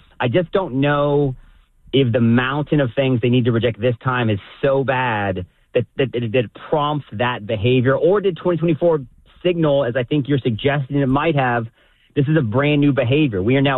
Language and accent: English; Florida, United States; born there; my home state of Florida